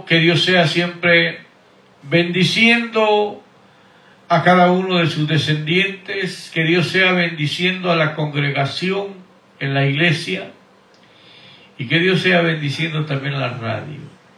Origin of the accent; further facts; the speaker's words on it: Guatemala; now in Houston, United States; aunque vivo aquí en Estados Unidos, en Houston, Texas, por ya 30 años, soy nacido en Guatemala, la República de Guatemala